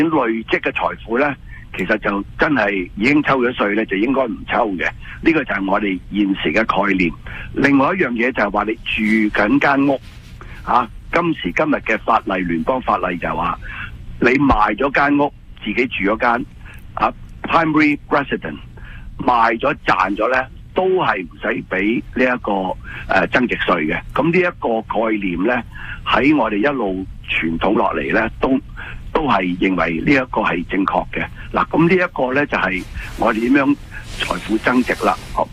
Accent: Hong Kong; now in Canada; 我哋香港人

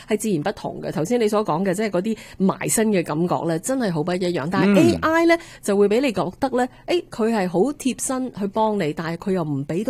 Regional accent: Hong Kong; moved away; 我哋喺香港大嘅咧

